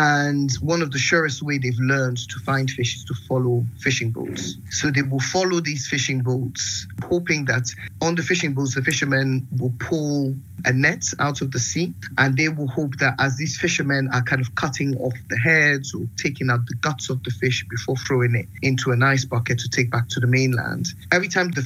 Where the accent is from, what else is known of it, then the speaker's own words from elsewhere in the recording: Sierra Leone; You know, I'm from Sierra Leone, a country that had a decade-long civil war.